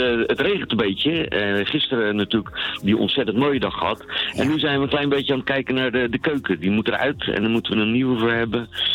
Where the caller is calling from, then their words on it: Rockanje, South Holland, Netherlands; Wij bellen uit Rokanje